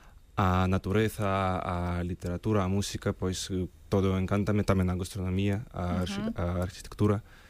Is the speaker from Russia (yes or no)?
yes; Saint Petersburg, Russia; Eu son de Rusia, de San Petersburgo. O meu pai de Chipre, pero eu crecí en Rusia e fixe a carreira en estudos hispánicos na Universidade de San Petersburgo